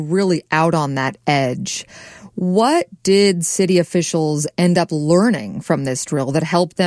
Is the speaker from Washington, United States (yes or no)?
yes; Spokane, Washington, United States; But I'm from Spokane